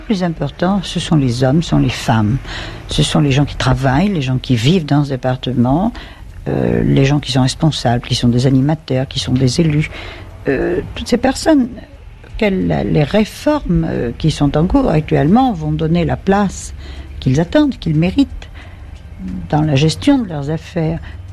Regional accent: Bordeaux, Nouvelle-Aquitaine, France; moved away; Je suis une méridionale, je suis une provinciale, je suis née en province. Et je suis une femme de campagne, j'aime beaucoup vivre à l'extérieur

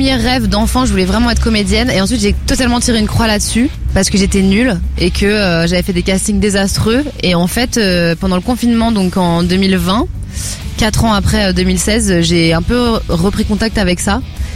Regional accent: Lyon, Auvergne-Rhône-Alpes, France; moi je viens de Lyon.

